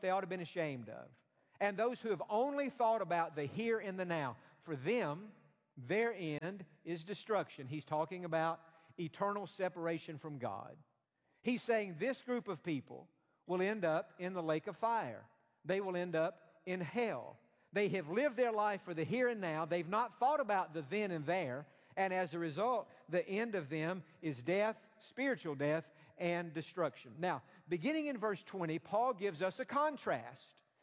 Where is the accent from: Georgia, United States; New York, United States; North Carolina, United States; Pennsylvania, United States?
Georgia, United States; East Point; I was born in Georgia, Atlanta, Georgia. Actually, I was born in East Point, which East Point is to Atlanta what Bel Air is to Houston. It's just right there attached to it. But I'm from Georgia.